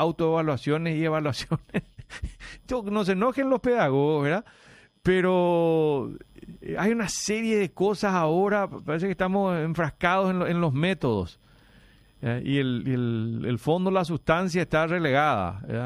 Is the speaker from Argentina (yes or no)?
yes; Argentina; moved away; Cuando vinimos de Argentina, mi hermano le corregía a la profesora de matemáticas y física, que solo copiaba de un cuaderno amarillo los problemas, y sin ese cuaderno no hacía nada.